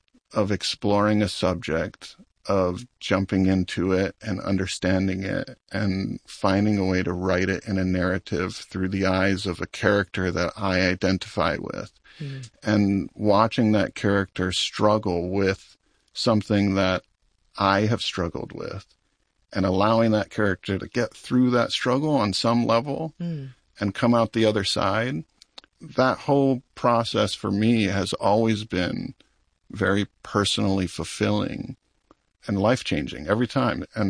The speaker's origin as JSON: {"language": "English", "region": "Hawaii", "country": "United States", "tie": "born or raised there", "said": "I grew up on Maui, a small island in the middle of the Pacific Ocean"}